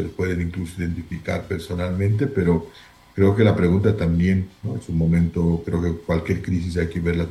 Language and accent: Spanish; Bolivia